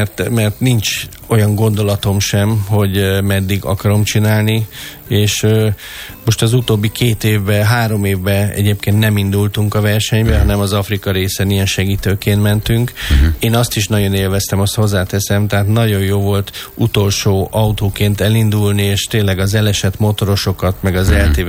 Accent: Hungary; Szerintem nincs olyan magyar versenyző, akit jobban ismernének ott, mint engem.

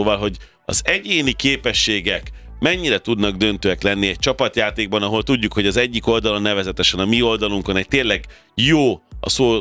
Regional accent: Hungary; vagy mi magyarok vagyunk az egyik legboldogabbak

